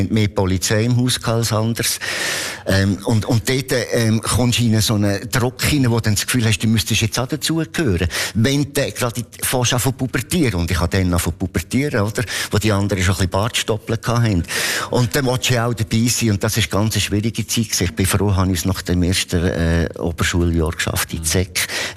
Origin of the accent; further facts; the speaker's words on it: Lucerne, Switzerland; Und in Bern, ich als Luzerner, durfte ich nicht einmal einen Beitrag auf Mundart lesen.